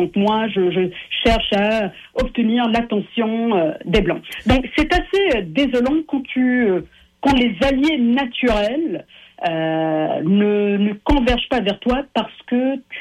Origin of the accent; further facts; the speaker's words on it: Morocco; born there; Je suis née au Maroc, mon papa est marocain, ma mère est sri-lankaise. Tous les deux se sont rencontrés en URSS à Odessa, qui est maintenant en Ukraine. Et puis, ils ont décidé de mener leur vie ici, au Québec, après avoir vécu quelques années au Maroc.